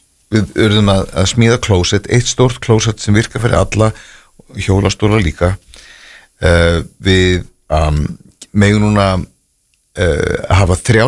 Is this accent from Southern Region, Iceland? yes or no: no; Reykjavík, Capital Region, Iceland; Málið að ég fættur á uppalinn á Sólvallagötu sem bara nokkrum húsum frá og ég hef aldrei farið úr Vesturbönn